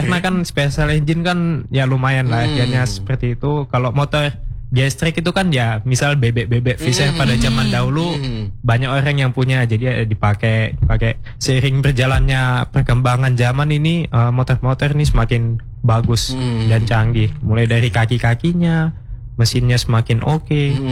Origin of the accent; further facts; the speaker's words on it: Papua, Indonesia; tinggalnya di Papua sana.